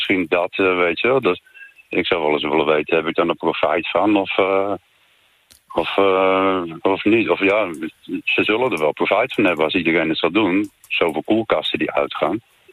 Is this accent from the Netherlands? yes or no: yes; Utrecht, Netherlands; Luister, ik kom uit Utrecht. En wij in Utrecht moeten tussen 4 uur 's middags en 9 uur 's avonds moeten we weinig stroom gebruiken.